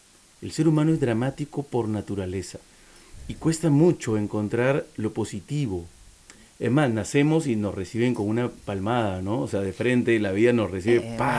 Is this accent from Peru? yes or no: yes; Peru; pasa eso en mi país con los defensores, digo entre comillas, de lo autóctono, ¿no? Porque todo se nutre de todo. O sea, si hablamos, por ejemplo, de música criolla peruana o vals peruano